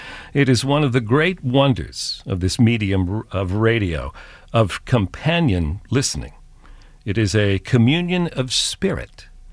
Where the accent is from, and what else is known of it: Scottsbluff, Nebraska, United States; born or raised there; now in New York, United States